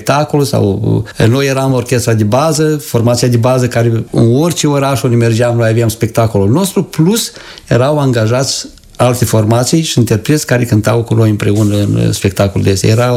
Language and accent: Romanian; Seliște, Nisporeni District, Moldova; Vin de la Seliște, raionul Nisporieni. Acolo am copilărit, acolo am făcut sport, acolo am făcut muzică.